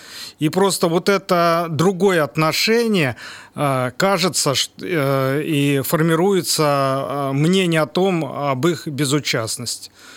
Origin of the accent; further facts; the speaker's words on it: Bryansk, Bryansk Oblast, Russia; Я коренной брянец, родился в городе Брянске, вырос. Соответственно, окончил наш Брянский технический университет